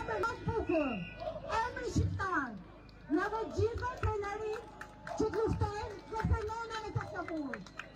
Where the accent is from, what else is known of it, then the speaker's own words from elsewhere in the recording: Kosovo; jam nëne tre vajzave, jam di shqiptare dhe nëne tre vajzave shqiptare.